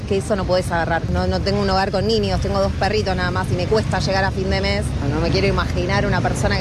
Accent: Ramos Mejía, Buenos Aires Province, Argentina; Soy maestra, soy de Ramos Mejía.

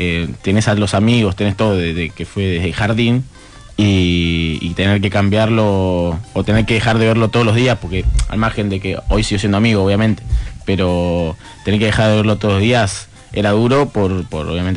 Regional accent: Lanús, Buenos Aires Province, Argentina; un club donde soy yo, de Lanús Oeste.

